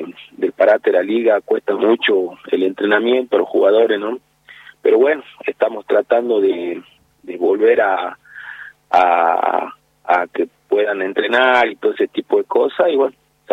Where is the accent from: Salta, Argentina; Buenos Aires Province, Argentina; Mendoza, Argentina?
Salta, Argentina; El Bordo; Nosotros somos de acá del Bordo, el Club del Bordo, de sí.